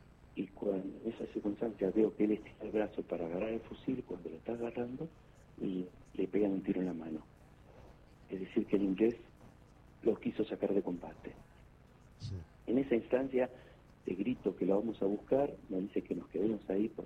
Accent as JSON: {"language": "Spanish", "country": "Argentina", "said": "la guerra del 82 fue el reflejo fiel de lo que somos los argentinos."}